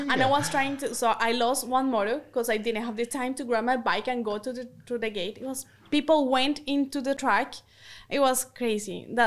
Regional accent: Colombia; born or raised there

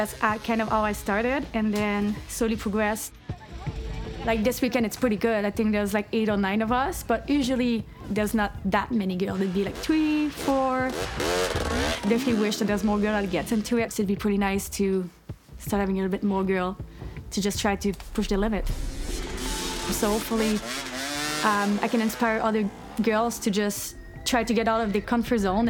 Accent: Quebec, Canada; I'm from Quebec.

